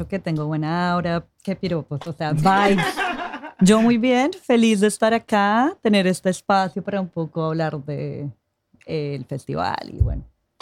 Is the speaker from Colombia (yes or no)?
yes; Colombia; yo soy colombiana, entonces uno piensa baile, entonces salsa, reggaetón.